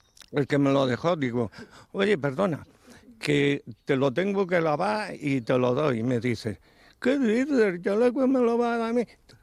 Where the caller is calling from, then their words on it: Barcelona, Catalonia, Spain; Vivo en Barcelona.